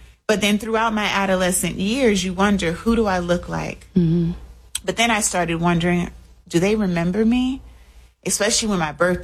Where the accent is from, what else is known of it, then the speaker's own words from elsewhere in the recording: Austin, Texas, United States; born there; So I was adopted at birth. I was born in Austin, Texas.